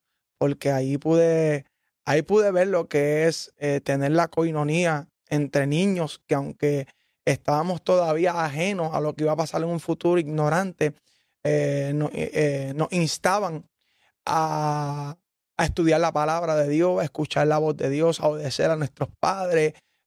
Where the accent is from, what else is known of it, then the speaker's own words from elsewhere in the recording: Ponce, Puerto Rico; y pues nacimos en Ponce. Somos de Ponce. Y pues por obra y gracia del Señor, estuvimos un tiempo viviendo en la playa en Ponce y luego en la urbanización Villa Arillasca.